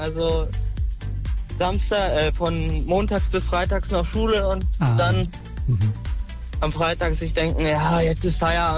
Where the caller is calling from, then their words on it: Kleinmachnow, Brandenburg, Germany; Ich komme aus Kleinmachnow.